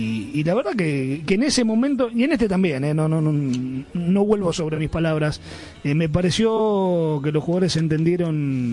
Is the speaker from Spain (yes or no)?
no; Argentina; yo te puedo hablar como argentino nada más